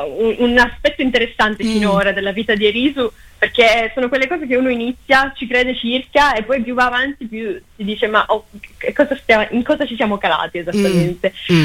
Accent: Sardinia, Italy; Tra l'altro io sono sarda, quindi arrivo da una comunità matriarcale, perciò per me è ancora più, diciamo, più interessante capire.

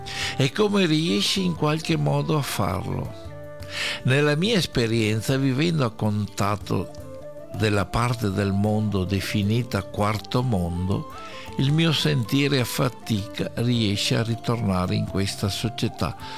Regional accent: Veneto, Italy; born there; io sono nato in Veneto, questa è la mia terra.

